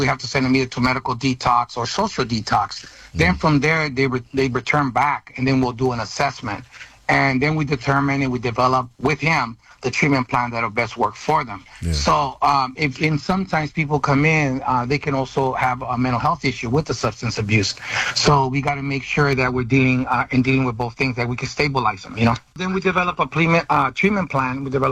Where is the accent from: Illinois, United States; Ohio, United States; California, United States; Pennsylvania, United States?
California, United States; San Francisco; I grew up in Potrero Hill in the Mission District.